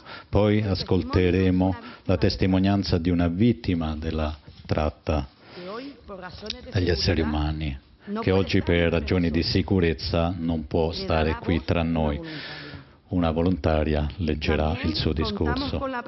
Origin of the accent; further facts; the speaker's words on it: Nigeria; moved away; sono nigeriana, provengo da una famiglia di 8 fratelli e fin da piccolo ho imparato che cosa significa lottare ogni giorno solo per sopravvivere. Non ho lasciato il mio paese perché lo volevo